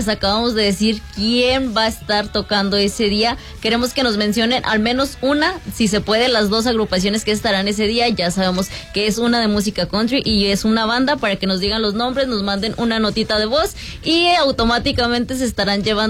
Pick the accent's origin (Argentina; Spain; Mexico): Mexico; porque somos mexicanos